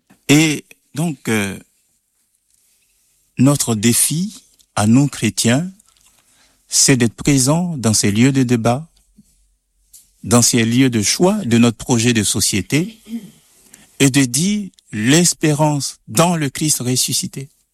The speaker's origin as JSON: {"language": "French", "country": "Côte d’Ivoire", "also_born_or_lived": "Switzerland", "said": "Alors, moi, je suis originaire de la Côte d'Ivoire. Je sais que j'ai exercé comme prêtre en Afrique. Je fais plusieurs pays en Afrique. Et puis, j'ai exercé comme prêtre ici. J'ai fait mes études en Suisse."}